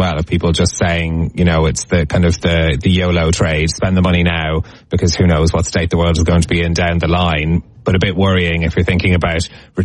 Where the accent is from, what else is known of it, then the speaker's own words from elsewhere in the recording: Ireland; Oh, I mean, I'm Irish, so I'm guilty about everything